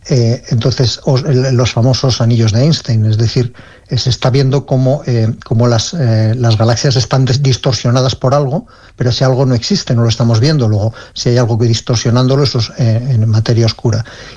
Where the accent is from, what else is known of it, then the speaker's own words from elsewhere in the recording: Ávila, Castile and León, Spain; Sí, yo soy de Ávila y en Ávila tenemos unos cielos envidiables